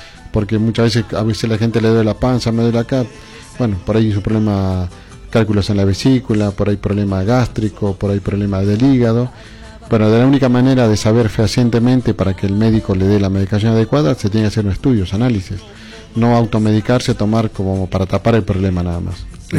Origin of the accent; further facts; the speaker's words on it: La Paz, Bolivia; moved away; yo soy de La Paz